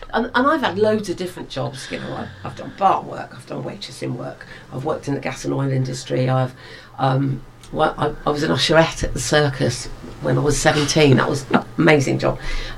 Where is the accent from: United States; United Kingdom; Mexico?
United Kingdom; Galston, Scotland; I came from Galston.